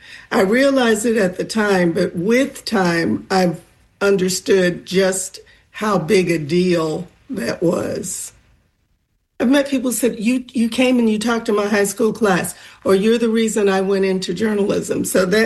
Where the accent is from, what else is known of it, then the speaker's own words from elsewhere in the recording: Florida, United States; their memories and their experiences mirrored my own growing up in Northwest Florida during the time that we were talking about in the documentary.